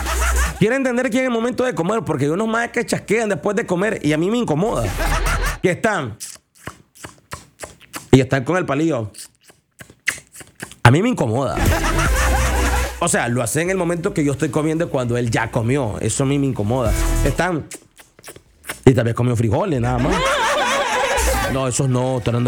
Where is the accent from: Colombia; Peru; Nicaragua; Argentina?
Nicaragua; somos nicas